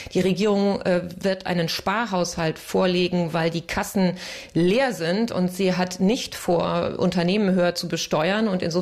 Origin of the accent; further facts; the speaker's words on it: Germany; now in France; als Deutsche hier